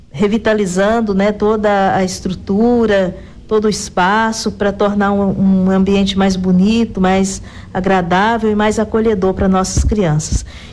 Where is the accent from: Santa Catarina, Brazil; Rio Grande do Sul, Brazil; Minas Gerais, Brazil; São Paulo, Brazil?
Minas Gerais, Brazil; nós somos mineiros